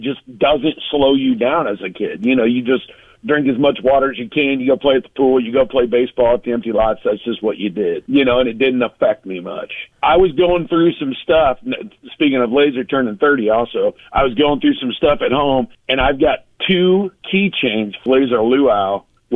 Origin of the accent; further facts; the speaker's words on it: Knoxville, Iowa, United States; I've always lived in Iowa my whole life.